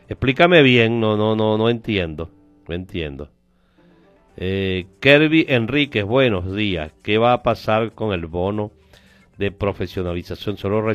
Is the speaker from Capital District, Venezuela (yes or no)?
yes; Caracas, Capital District, Venezuela; yo no soy de los estados, yo soy de Caracas.